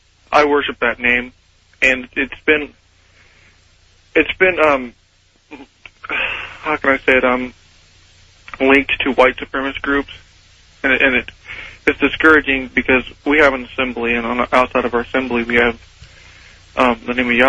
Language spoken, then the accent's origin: English; Aberdeen, Washington, United States; from Aberdeen, Washington.